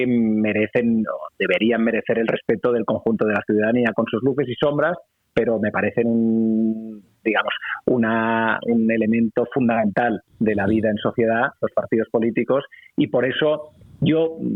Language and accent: Spanish; Catalonia, Spain; Yo soy catalán